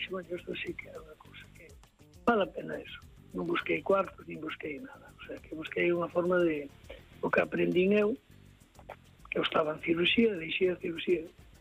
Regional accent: Santiago de Compostela, Galicia, Spain; Bueno, criei-me ali. Eu criei-me no Carmen de Abaixo, o sea, que era de Galeras, en Santiago.

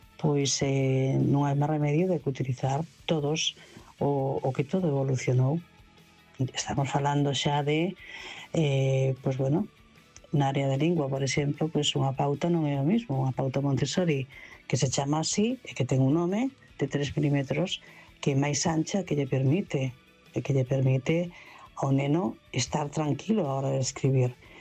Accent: Vigo, Galicia, Spain; Hola, boa noite a todos.

